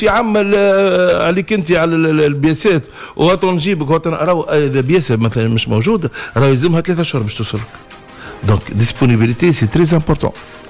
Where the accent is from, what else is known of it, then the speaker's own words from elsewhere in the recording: Tunisia; عندنا في تونس